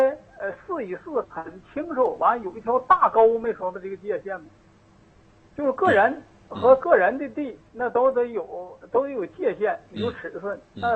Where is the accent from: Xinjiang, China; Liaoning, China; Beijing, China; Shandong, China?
Liaoning, China; Jinzhou; 我是土生土长，在这个村长大的。